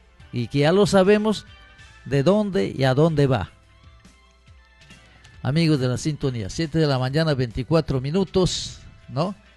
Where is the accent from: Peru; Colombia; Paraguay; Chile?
Peru; hay instituciones del Poder Ejecutivo, del Poder Judicial, del Poder Legislativo, pero todos somos peruanos.